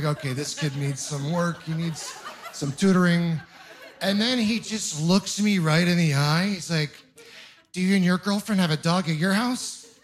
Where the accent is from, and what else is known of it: Ontario, Canada